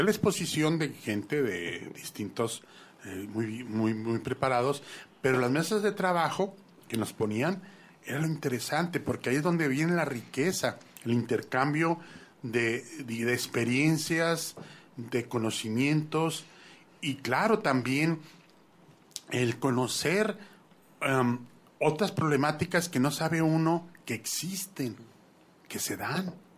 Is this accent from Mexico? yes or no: yes; Zapopan, Jalisco, Mexico; a mis hermanos de Guadalajara. Gracias. Sí, soy de Zapopan.